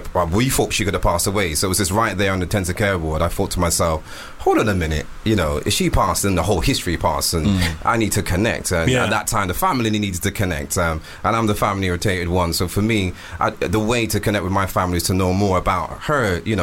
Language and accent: English; Bristol, South West England, United Kingdom; moved away as an adult; now in London, United Kingdom; I came up from Bristol to London to pursue my music career, to get into the music scene, the hip-hop scenes. That's my background.